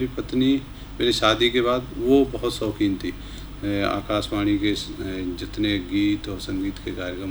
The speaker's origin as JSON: {"language": "Hindi", "area": "Bhind district", "region": "Madhya Pradesh", "country": "India", "tie": "born or raised there", "moved": "yes", "lives_now": "Gwalior, India", "said": "मैं बचपन से हमारे यहाँ गांव में मेरा पालन पोषण हुआ भिंड जिले में"}